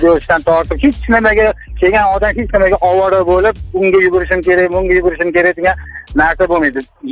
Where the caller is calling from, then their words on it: Tashkent, Uzbekistan; Toshkentdan.